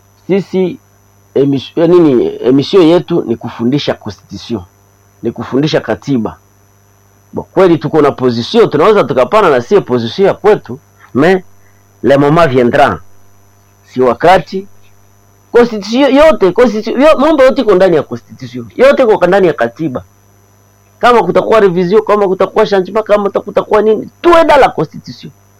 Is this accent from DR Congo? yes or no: yes; DR Congo; nous sommes des Congolais, okay, sisi ni Wakongomani.